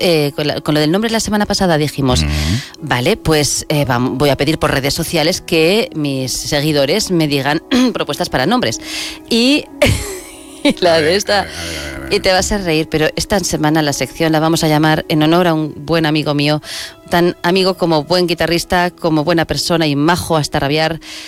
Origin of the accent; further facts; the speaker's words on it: Barbastro, Aragon, Spain; los de Barbastro cundimos mucho